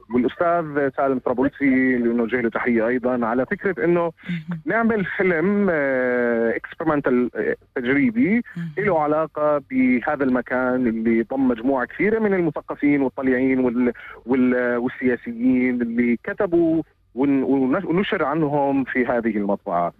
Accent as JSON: {"language": "Arabic", "country": "Jordan", "said": "عندنا في الاردن، انا بديتها وانا في عمان"}